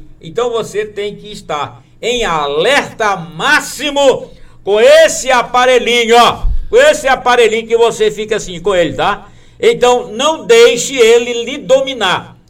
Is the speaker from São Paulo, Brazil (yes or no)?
no; Maranhão, Brazil; Eu sou maranhense da gema